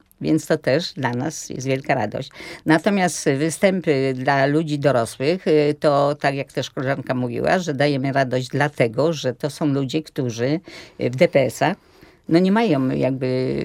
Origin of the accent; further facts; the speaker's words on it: Łódź, Łódź Voivodeship, Poland; Potem, ponieważ ja z Łodzi, one z Łodzi, to zaproponowano mi, że może pochodzimy sobie po Krakowie, żeby od razu nie wracać do Łodzi.